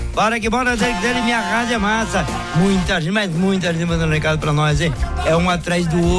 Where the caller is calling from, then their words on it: Vitória, Espírito Santo, Brazil; sou aqui de Vitória do Espírito Santo, ligadinho contigo.